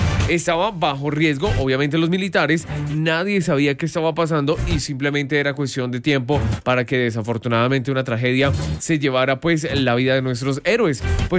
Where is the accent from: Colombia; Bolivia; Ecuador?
Colombia